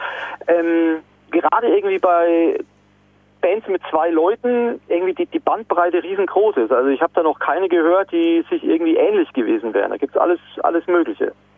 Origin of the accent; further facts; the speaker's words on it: Coburg, Bavaria, Germany; also born or lived in Stuttgart; now in Trier area, Germany; ich komme aus Franken